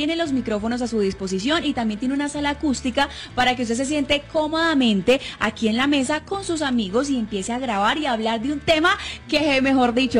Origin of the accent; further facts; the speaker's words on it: Cali, Valle del Cauca, Colombia; moved away; yo soy bien caleña, yo casi no juego bolirrana, nosotros jugamos sapo ya en Cali